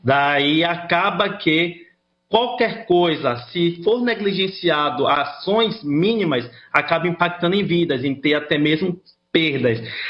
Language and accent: Portuguese; Salvador, Bahia, Brazil; Não, eu sou de Salvador, Salvador, Bahia.